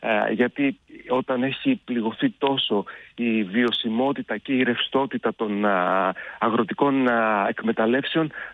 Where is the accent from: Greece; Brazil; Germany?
Greece; αν για κάτι περηφανευόμασταν ως Έλληνες, είναι ότι είχαμε το σπίτι μας